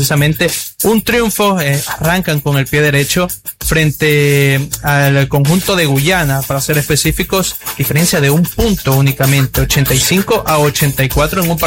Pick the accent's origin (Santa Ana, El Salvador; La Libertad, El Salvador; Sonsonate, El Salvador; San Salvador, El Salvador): Sonsonate, El Salvador; yo, o sea, como salvadoreño y como sonsonateco